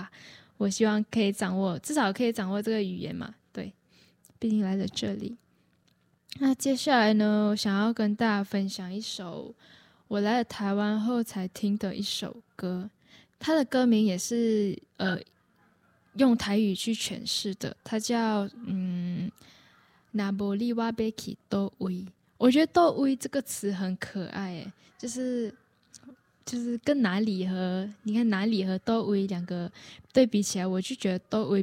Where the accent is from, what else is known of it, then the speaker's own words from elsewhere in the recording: Malaysia; now in Taiwan; 很多人都说可能马来西亚人就是生活在一个多元民族的种族，比如说我们从小就要学中文、马来文跟英文嘛，然后当然还有自己家里的方言，像我爸是客家人，然后我妈是福建人，但我两边语言都不太会